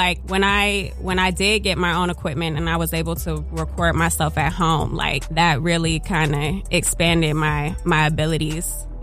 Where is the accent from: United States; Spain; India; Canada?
United States; Roanoke, Virginia; also born or lived in Greensboro, North Carolina; now in Northern Virginia, United States; I grew up in Roanoke, Virginia, the Star City. So that in itself influenced me as an artist.